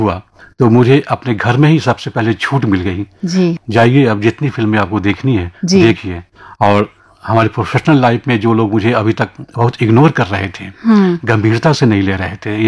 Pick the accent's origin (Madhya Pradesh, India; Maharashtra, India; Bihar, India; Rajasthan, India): Bihar, India; born there; also born or lived in Sitamarhi (ancestral); मेरा जन्म बिहार में हुआ है। बिहार का एक बहुत ही प्रसिद्ध जिला है, बहुत ही प्रसिद्ध साहित्यकार हुए हैं फणीश्वरनाथ रेणु, जिन्होंने मैला आंचल जैसा उपन्यास लिखा, उनके शहर में मेरा जन्म हुआ।